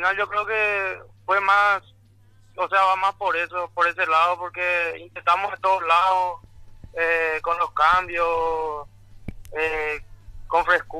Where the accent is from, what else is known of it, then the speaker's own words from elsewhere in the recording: Ciudad del Este, Alto Paraná, Paraguay; now in Guarambaré, Paraguay; No, yo soy de Ciudad del Este, pero prácticamente guarambareño, ya estoy hace años ya por Guarambaré.